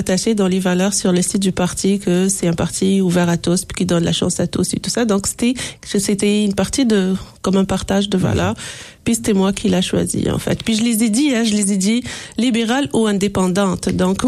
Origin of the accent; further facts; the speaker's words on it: Tunisia; moved away as an adult; now in Mascouche, Canada; Je suis née en Tunisie.